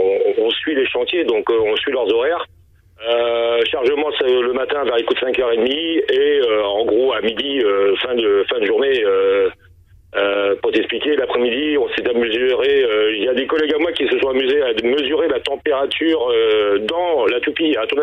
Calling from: Saint-Étienne-de-Montluc, Pays de la Loire, France; moi je suis à Saint-Étienne-du-Mont-Luc, donc soit à côté de Nantes

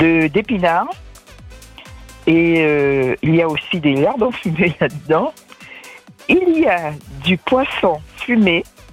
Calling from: French Guiana; je viens de la région de Guyane

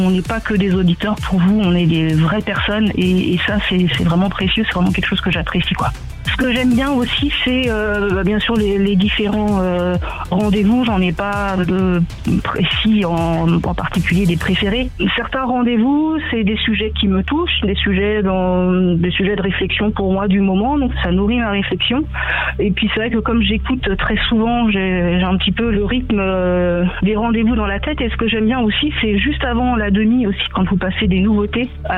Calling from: Laval, Pays de la Loire, France; je viens de Laval.

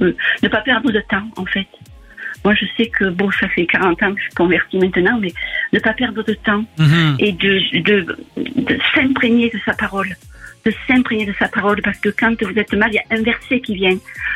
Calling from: Aix-en-Provence, Provence-Alpes-Côte d'Azur, France; accent: southern French; Je suis près d'Aix-en-Provence.

